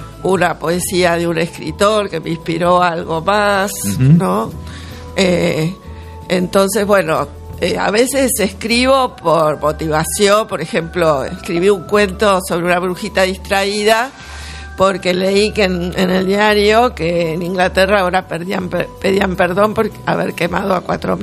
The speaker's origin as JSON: {"language": "Spanish", "country": "Argentina", "said": "Yo digo que soy un híbrido argentino porque tengo sangre alemana, irlandesa, italiana, española"}